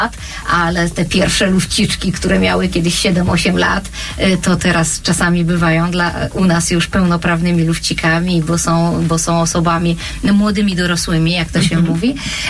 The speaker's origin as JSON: {"language": "Polish", "region": "Silesian Voivodeship", "country": "Poland", "said": "Także jesteśmy po prostu ze Śląska"}